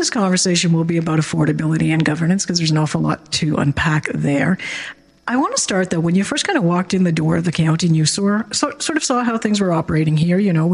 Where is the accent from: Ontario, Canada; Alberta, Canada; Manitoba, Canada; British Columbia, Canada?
Ontario, Canada; Sudbury; I'm a Sudbury-an